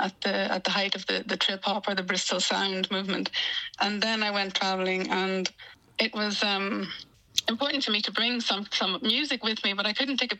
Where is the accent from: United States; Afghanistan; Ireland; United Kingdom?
Ireland; I think as an Irish person, we have this connection to the land as well